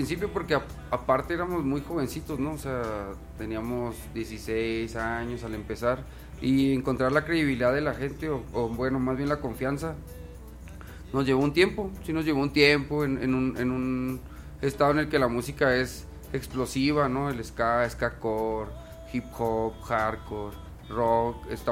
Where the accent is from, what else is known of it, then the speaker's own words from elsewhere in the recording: northern Mexico, Mexico; nosotros estamos en lo mero, mero arriba así de México